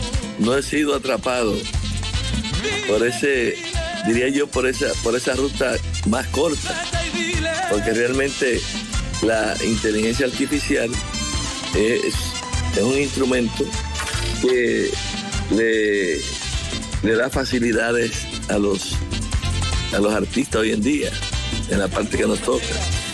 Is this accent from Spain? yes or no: no; Dominican Republic; also born or lived in Barranquilla, Colombia; soy mitad barranquillero y mitad dominicano.